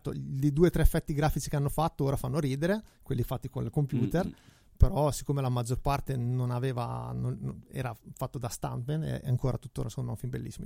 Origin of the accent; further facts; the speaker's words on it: Santarcangelo di Romagna, Emilia-Romagna, Italy